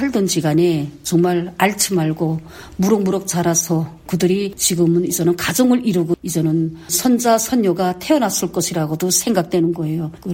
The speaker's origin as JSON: {"language": "Korean", "town": "Wonsan", "region": "Kangwon", "country": "North Korea", "tie": "born or raised there", "said": "가고 싶은 거는 당연하게 저희 고향이죠. 특히나 저희 송도원이라고 할 때는 거기는 놀이터들이 있고"}